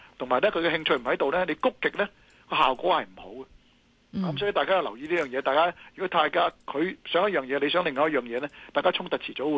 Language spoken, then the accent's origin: Cantonese; China; 所以我哋中国人有一句说话叫上医治未病